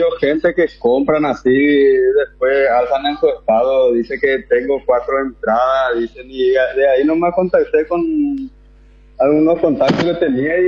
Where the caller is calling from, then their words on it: Paraguay; la mayoría somos todos paraguayos.